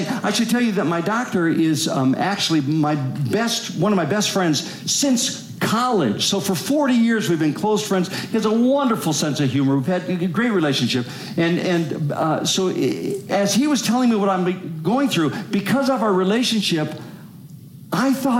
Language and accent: English; Minnesota, United States; I'm from Minnesota, not Manitoba.